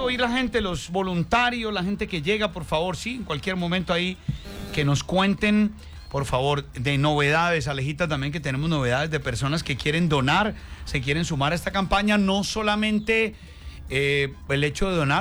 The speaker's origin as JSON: {"language": "Spanish", "region": "Santander", "country": "Colombia", "said": "y que yo siento de pronto como santandereano que como a mí no me tocó"}